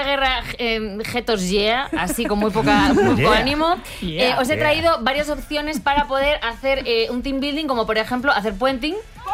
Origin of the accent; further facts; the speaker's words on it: Alcobendas, Community of Madrid, Spain; I was born in a place called Alcobendas. Exactamente. Yo soy de Alcobendas.